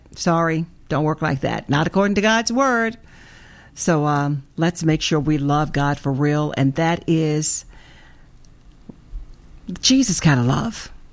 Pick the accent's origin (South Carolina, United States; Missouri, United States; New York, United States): Missouri, United States; I'm from Missouri. Show me.